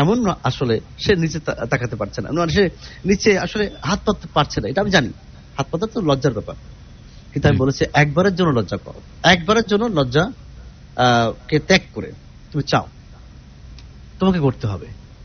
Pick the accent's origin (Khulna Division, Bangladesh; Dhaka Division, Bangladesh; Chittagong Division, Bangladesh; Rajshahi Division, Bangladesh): Khulna Division, Bangladesh; Kushtia; অনেক মানুষ আসতে চায় দূরের থেকে, রংপুর, দিনাজপুর, আমার বাড়ি যেমন কুষ্টিয়া, সিলেট, চট্টগ্রাম, সারা দেশ থেকে আসে।